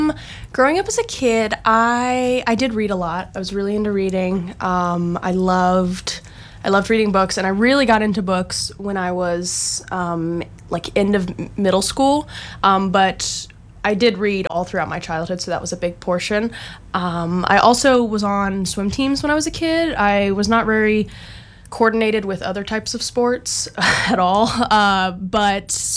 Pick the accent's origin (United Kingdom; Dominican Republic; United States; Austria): United States; Harrisonburg, Virginia; also born or lived in Mississippi; I really liked growing up in Harrisonburg. My parents are both from Mississippi, and I was born in Mississippi, and all my family is from Mississippi